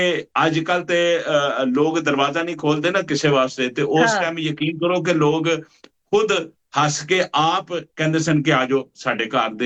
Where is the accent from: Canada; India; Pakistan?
Pakistan; Lahore, Punjab; ਹਾਂ, ਮੇਰਾ ਨਨਿਆਲ ਵੀ ਉੱਥੇ ਆ ਤੇ ਉੱਥੇ ਹੀ ਮੈਂ ਪੈਦਾ ਹੋਇਆ, ਤੇ ਉਸ ਤੋਂ ਬਾਅਦ ਫਿਰ ਲਾਹੌਰ ਦਾ ਇਲਾਕਾ ਹੈਗਾ ਆਪਣਾ ਨੈਸ਼ਨਲ ਟਾਊਨ, ਉੱਥੇ ਮੈਂ ਮੇਰਾ ਬਚਪਨ ਗਰੋ ਹੋਇਆ ਸਾਰਾ